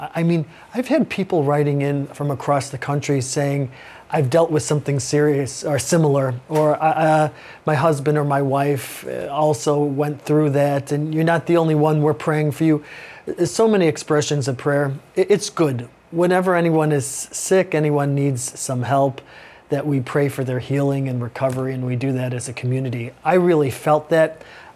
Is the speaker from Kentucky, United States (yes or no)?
no; Chicago, Illinois, United States; I'm from Chicago